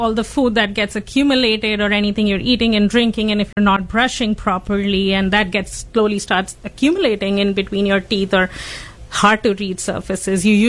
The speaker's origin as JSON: {"language": "English", "country": "India", "tie": "born or raised there", "moved": "as an adult"}